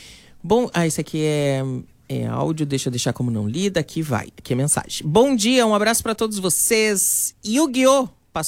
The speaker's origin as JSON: {"language": "Portuguese", "town": "Canoas", "region": "Rio Grande do Sul", "country": "Brazil", "said": "sou de Canoas, indo pro trabalho escutando a Mix, sou motorista de carreta."}